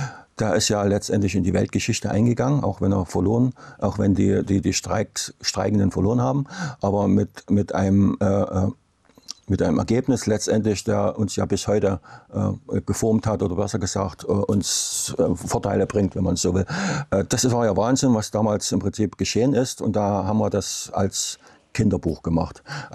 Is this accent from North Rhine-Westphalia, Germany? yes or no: no; Neukirchen, Saxony, Germany; Wir stammen aus Neukirchen bei Grimmitschau.